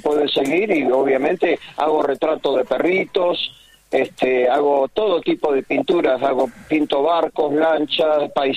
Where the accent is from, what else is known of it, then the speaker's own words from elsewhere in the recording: Mar del Plata, Buenos Aires Province, Argentina; Pues nací, me crié en Mar del Plata, soy nativo de la Argentina.